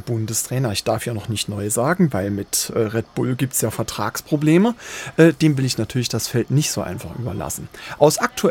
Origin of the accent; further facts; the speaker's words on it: Neunkirchen, Saarland, Germany